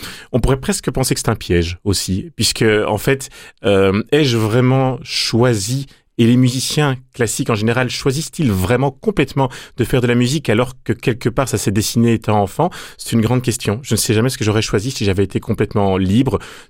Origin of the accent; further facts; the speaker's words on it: Brussels, Brussels-Capital Region, Belgium; born there; moi, je suis né à Bruxelles. Mes parents étaient professeurs, dans une ambiance d'ailleurs tout à fait catholique